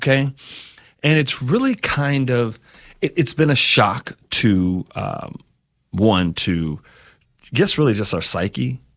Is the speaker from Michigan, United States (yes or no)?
no; Kentucky, United States; now in Greenwood, United States; growing up in Eastern Kentucky